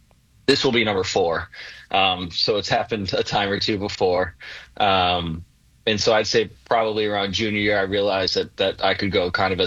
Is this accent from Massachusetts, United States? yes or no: yes; Massachusetts, United States; growing up in Massachusetts